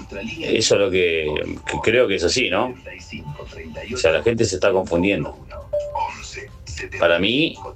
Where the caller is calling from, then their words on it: Lanús, Buenos Aires Province, Argentina; Hola Latina … de Lanús.